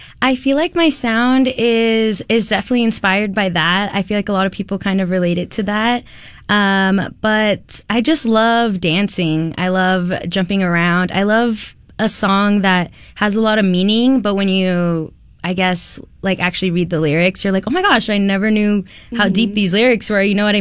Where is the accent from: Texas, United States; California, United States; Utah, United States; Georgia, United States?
Utah, United States; Ogden; I grew up in Ogden, Utah. I am first gen, so I am the oldest daughter as well.